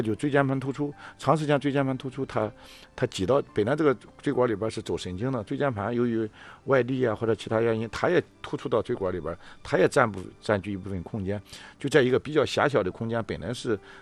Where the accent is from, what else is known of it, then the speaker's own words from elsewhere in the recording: Shandong, China; 用咱们山东话说